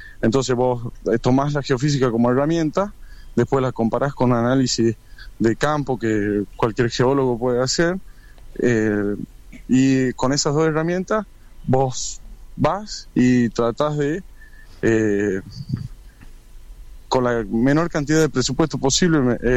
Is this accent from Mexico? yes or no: no; Argentina; Yo quiero trabajar en mi país, es lo que quiero.